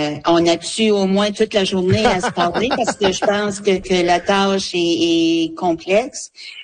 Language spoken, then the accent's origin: French; New Brunswick, Canada; c'est ici chez nous, au Nouveau-Brunswick